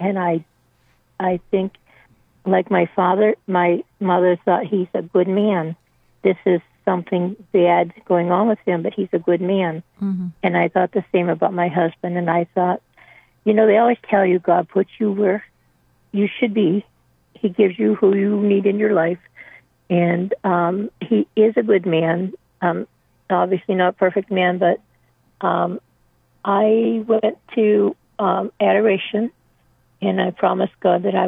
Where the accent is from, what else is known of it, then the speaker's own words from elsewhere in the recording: Pennsylvania, United States; born there; I was born also in Pennsylvania.